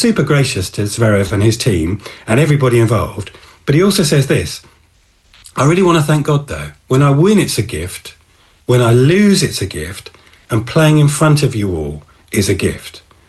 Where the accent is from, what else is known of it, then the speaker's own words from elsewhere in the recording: London, United Kingdom; I was born in Wimbledon